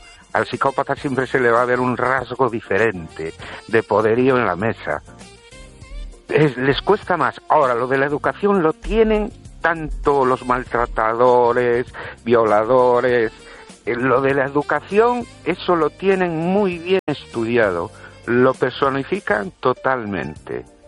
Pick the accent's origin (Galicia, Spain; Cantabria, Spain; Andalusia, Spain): Galicia, Spain; Ourense; Buenas noches, Estéreo oyentes. … de Orense.